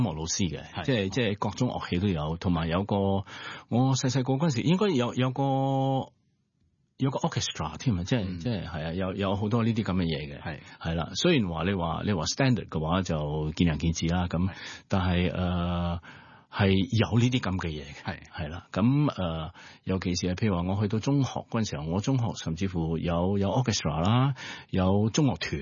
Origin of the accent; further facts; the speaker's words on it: Malaysia; 咁我即係由細到大。即係喺馬來西亞，尤其是喺 Mal